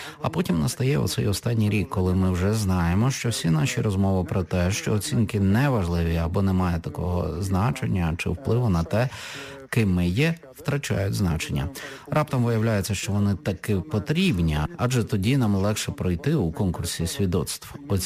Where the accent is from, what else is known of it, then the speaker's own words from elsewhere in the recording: Braniewo, Poland; Хоча я закінчив саме такий ліцей у моєму рідному місті Браняві.